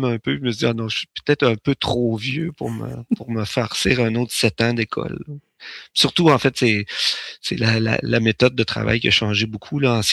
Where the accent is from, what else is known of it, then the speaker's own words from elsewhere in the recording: Quebec City, Quebec, Canada; also born or lived in Trois-Rivières; J'ai grandi à Québec. Moi, en fait, j'ai fait terminer mon bac à l'Université Laval à Québec.